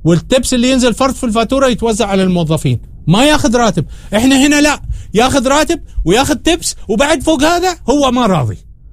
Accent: Oman; اول ما نثبت وجودنا احنا كعمانيين الكل سوف يتعافت علينا

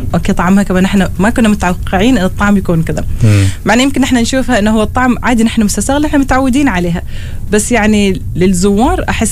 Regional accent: Oman; نحن عندنا في عمان

